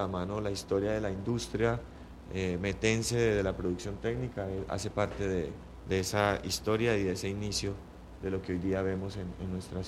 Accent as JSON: {"language": "Spanish", "country": "Colombia", "said": "uno como buen colombiano"}